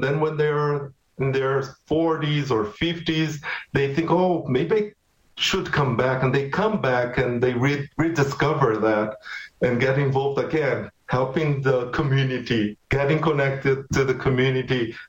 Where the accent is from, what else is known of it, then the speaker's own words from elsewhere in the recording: Brazil; And sometimes I remember I came from Brazil. I remember a community that was very proud of having runners coming from that.